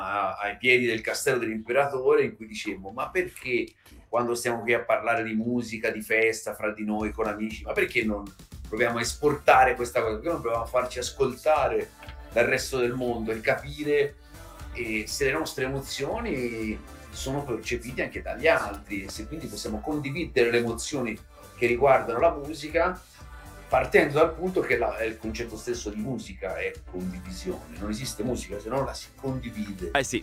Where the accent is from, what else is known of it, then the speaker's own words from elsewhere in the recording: Prato, Tuscany, Italy; è ovviamente la mia terra natia, ovvero a Prato, in Toscana, dove mi trovo adesso